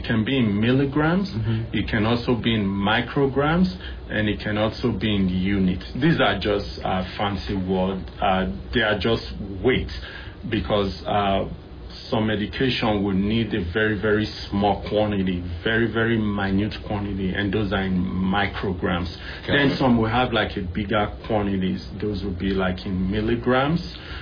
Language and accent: English; Benin City, Edo, Nigeria; moved away as an adult; now in United States; Originally, I grew up in a place called Benin City, Nigeria. It's in West Africa. I spent all my, most of my education and some college there in Nigeria before I came to the U.S. and came to Florida in 2007.